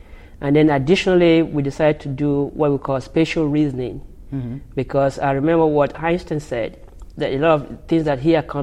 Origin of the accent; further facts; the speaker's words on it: Nigeria; moved away as an adult; now in United States; I'm from Nigeria originally